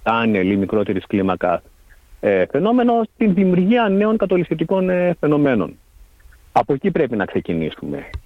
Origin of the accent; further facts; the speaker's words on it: Perivoli, Western Macedonia, Greece; born there; στο χωριό μου εδώ που είμαι από τα Γρεβενά, από το περιβόλι Γρεβενών